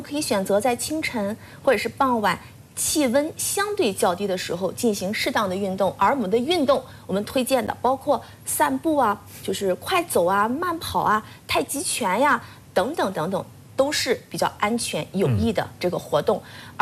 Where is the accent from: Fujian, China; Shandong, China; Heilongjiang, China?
Shandong, China